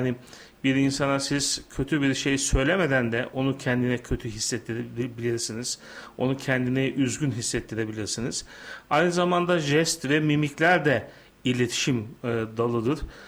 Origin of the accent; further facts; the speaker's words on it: Nazilli, Aydın, Turkey; Aydın Nazilliyim. Babamızın memur olması sebebiyle Türkiye'nin birçok ilini, ilçesini ziyaret ettik, gezdik.